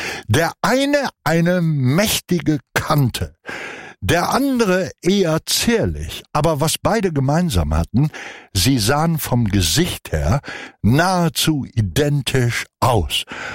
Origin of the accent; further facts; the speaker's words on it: Hamm, North Rhine-Westphalia, Germany; Ich bin ja im westfälischen Hamm aufgewachsen und wenige Kilometer entfernt davon ist die Stadt Aalen